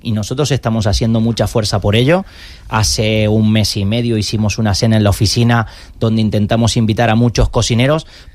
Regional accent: Mendoza, Argentina; now in Valencia, Spain; Sí, Valencia es muy parecido. Yo soy de Mendoza, Carito es de Córdoba.

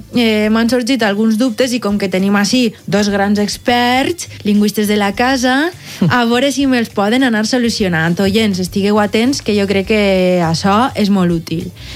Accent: Valencian Community, Spain; És veritat, jo soc de la Plana Baixa i per ahir aquestes coses les escoltem.

